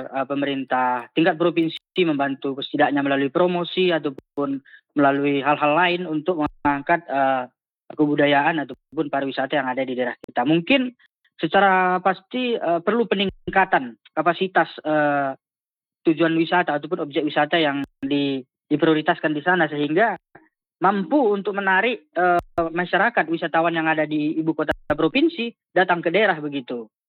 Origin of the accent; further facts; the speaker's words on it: North Sumatra, Indonesia; saya selaku masyarakat yang lahir dan dibesarkan di Kabupaten Papak Barat, di Tanah Papak